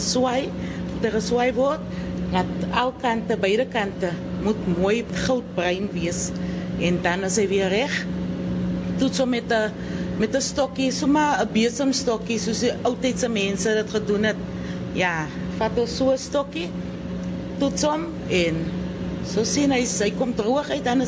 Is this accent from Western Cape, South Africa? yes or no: yes; Touws River, Western Cape, South Africa; also born or lived in Liboneer; Ja, nee, ek is een plaasmeisie, ja. Ek is gebore op Liboneer en groot geraak in die Touwsrivier.